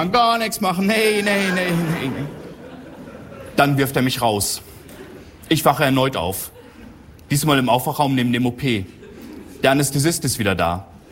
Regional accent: Northern Germany, Germany; Ich sage, ich bin eigentlich aus Norddeutschland.

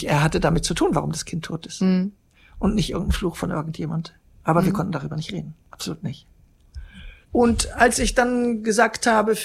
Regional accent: Germany

